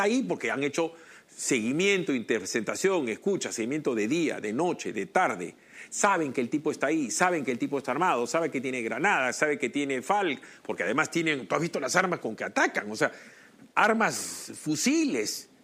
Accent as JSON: {"language": "Spanish", "country": "Peru", "said": "Además, yo voy a estar preocupado como ciudadano peruano que paga sus impuestos por las bajas que tengan los policías, los marinos."}